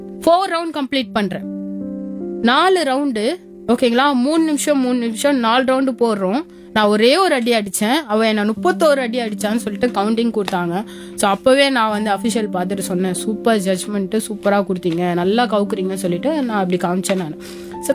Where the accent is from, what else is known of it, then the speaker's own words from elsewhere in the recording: India; நானும் ஒரு national champion, நானும் ஒரு இந்தியன் பிளேயர்